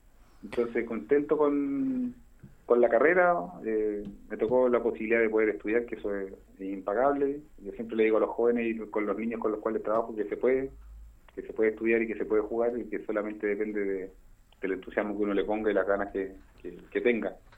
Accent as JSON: {"language": "Spanish", "town": "Linares", "region": "Maule", "country": "Chile", "moved": "as an adult", "lives_now": "Curicó, Chile", "said": "volví a Linares por temas ahí personales, tuve que volver a mi tierra el segundo semestre, y después de eso, al siguiente año, se me da la posibilidad de venir a Curicó, y allí donde me radico"}